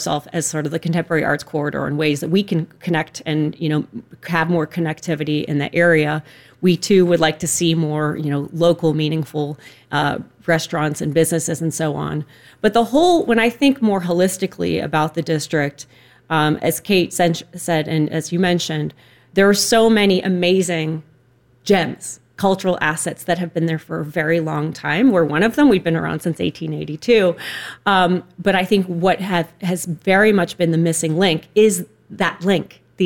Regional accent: Detroit, Michigan, United States; born there; also born or lived in Pittsburgh; now in Cleveland, United States; Most recently, I moved here from Pittsburgh, but I grew up, I was born in Detroit, but grew up all over the world moving with my dad in the automotive industry.

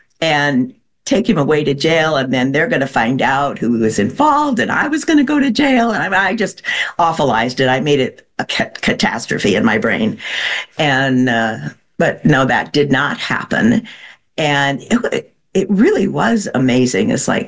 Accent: Mansfield, Ohio, United States; I grew up in Ohio, Mansfield.

